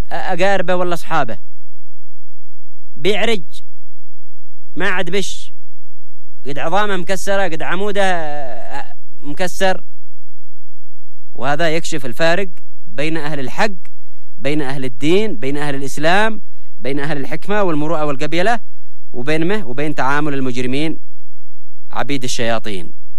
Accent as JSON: {"language": "Arabic", "country": "Yemen", "said": "احنا عندنا في اليمن"}